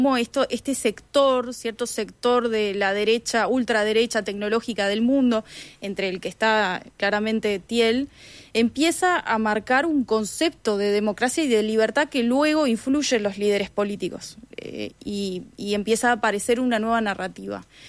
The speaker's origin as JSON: {"language": "Spanish", "country": "Uruguay", "said": "qué futuro queremos como uruguayos."}